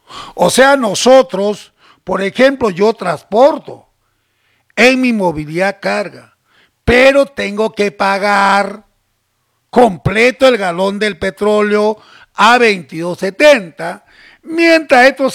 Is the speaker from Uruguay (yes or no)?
no; Peru; ¿Y qué somos el resto peruanos?